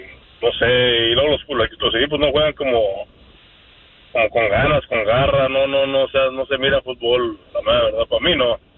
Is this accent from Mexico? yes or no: yes; Mexico; No, yo soy mexicano